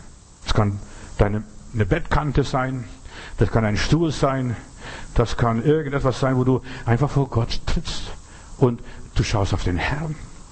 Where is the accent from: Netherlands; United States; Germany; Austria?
Germany; Bavaria; ich bin in Bayern groß geworden und ich fand das ganz toll.